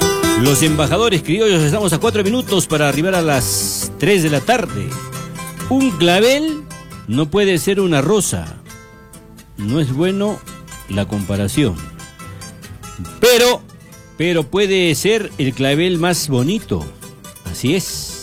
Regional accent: Arequipa, Peru; En el aniversario de tu tierra, de mi tierra, Arequipa.

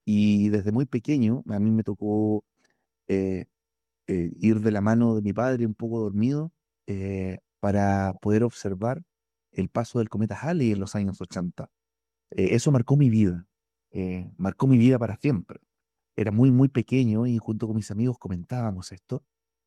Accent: La Serena, Coquimbo, Chile; born there; yo soy de Chile, nacido en la ciudad de La Serena. Esta región es catalogada como la capital mundial de la astronomía. Tiene los cielos más limpios del mundo

